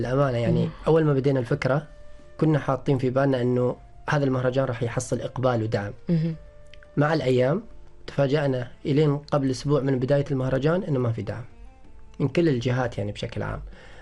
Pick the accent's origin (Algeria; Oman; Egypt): Oman; كوننا إحنا شباب عمانيين أساسا،